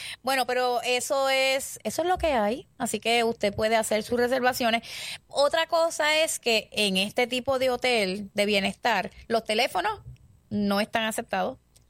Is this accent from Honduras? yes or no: no; San Juan, Puerto Rico; Yo soy de San Juan